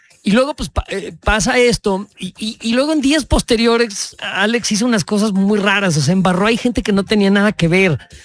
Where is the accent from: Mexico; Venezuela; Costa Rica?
Mexico; porque jodones somos los mexicanos